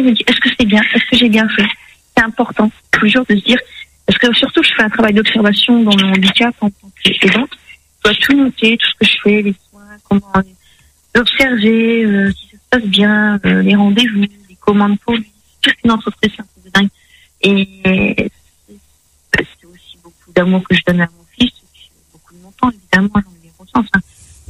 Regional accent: France; Pourtant, je suis française, hein.

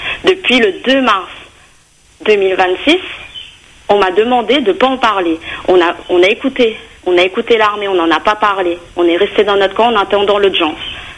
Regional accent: Réunion, France; Mais comme j'ai dit, on est réunionnais, on est sur notre terre.

